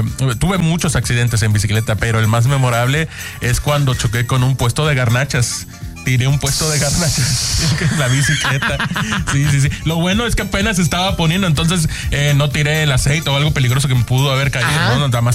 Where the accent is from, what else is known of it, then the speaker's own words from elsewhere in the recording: Martínez de la Torre, Veracruz, Mexico; moved away; Yo soy de Martínez de la Torre.